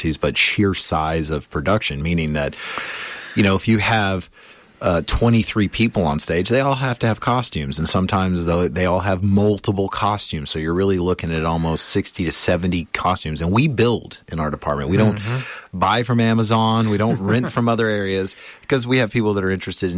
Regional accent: Texas, United States; I was from Texas, middle of nowhere, Texas. You know, my I don't come from money in any way.

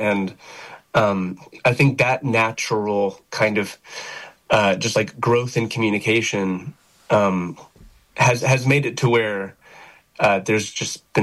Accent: Arkansas, United States; moved away as an adult; also born or lived in Jonesboro, Arkansas / Nashville, Tennessee; I was born in Jonesboro, and my parents both went to ASU. They're from Batesville, and I've still got grandparents in Batesville, and cousins and aunts and uncles and the whole thing. And I spent my entire pre-college life in Arkansas and went to Nashville for college.

